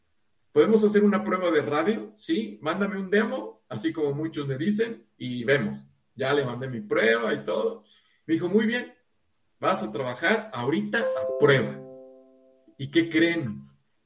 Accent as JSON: {"language": "Spanish", "country": "Cuba", "said": "Oye, chico, mira, yo soy de Cuba. ¿Y qué tiene de malo hablar como?"}